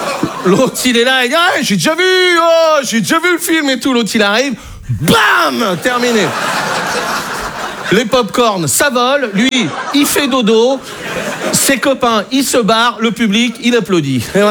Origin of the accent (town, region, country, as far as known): Brittany, France